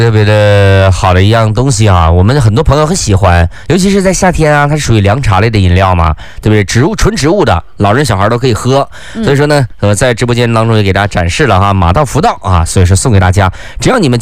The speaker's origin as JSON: {"language": "Chinese", "region": "northern China", "country": "China", "tie": "born or raised there", "moved": "yes", "said": "我是从小在北方长大的"}